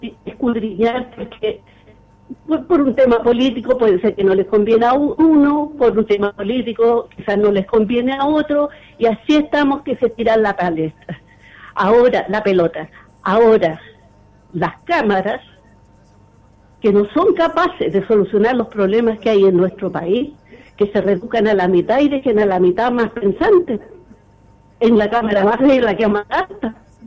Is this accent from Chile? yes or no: yes; Chile; somos todos chilenos